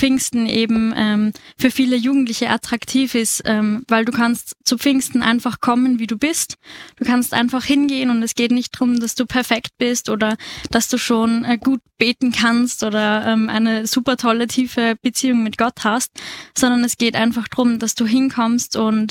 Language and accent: German; Bergland, Lower Austria, Austria; now in Vienna, Austria; Genau, ich bin aus Bergland. Genau, wir studieren beide gerade in Wien